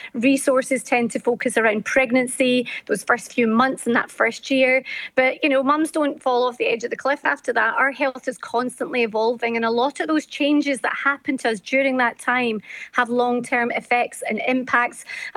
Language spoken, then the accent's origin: English; Glasgow, Scotland, United Kingdom; I grew up in the west end of Glasgow, a wee tenement flat. Had all my granny and granddad, my uncle, my auntie, all of us in this little flat. My dad had a wee corner shop.